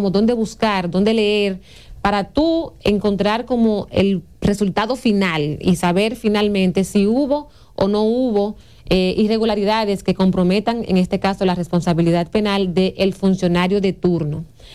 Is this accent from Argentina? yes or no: no; Dominican Republic; nosotros como dominicanos